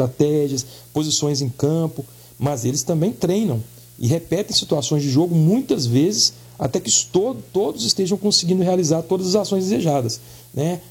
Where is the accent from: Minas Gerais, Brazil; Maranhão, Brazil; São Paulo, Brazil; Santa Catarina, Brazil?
Minas Gerais, Brazil; Belo Horizonte; now in Ouro Preto, Brazil; quando eu cheguei em Ouro Preto, eu vim de Belo Horizonte, minha família é de lá, vim para o FOP fazer faculdade, né?